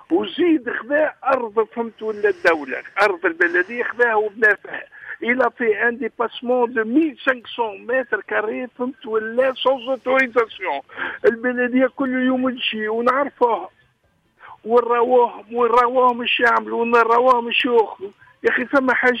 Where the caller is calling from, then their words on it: Tunisia; الاختراقات اللي قاعده تصير عندنا في تونس